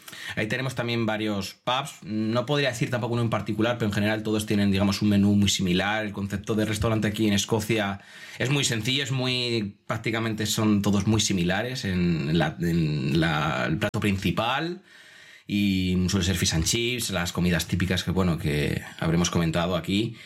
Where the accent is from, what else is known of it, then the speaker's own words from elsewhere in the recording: Segovia, Castile and León, Spain; moved away as an adult; now in Edinburgh, United Kingdom; yo soy natural de Segovia, de toda la vida. He estado viviendo toda mi vida allí, 25 años